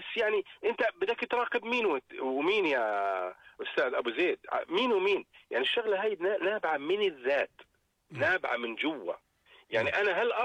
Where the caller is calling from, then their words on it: Jordan; إحنا كمجتمع أردني